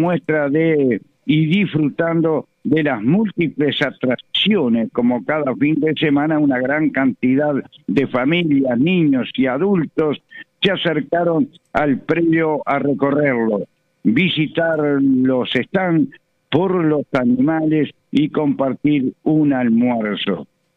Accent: Uruguay; yo soy uruguayo

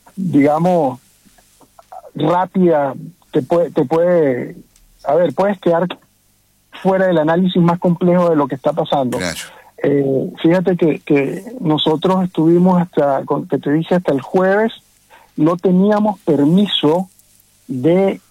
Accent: Venezuela; moved away; mis mismos coterráneos que están padeciendo la situación allá

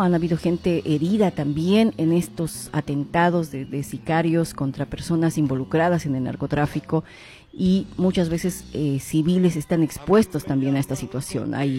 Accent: Bolivia; nosotros como bolivianos

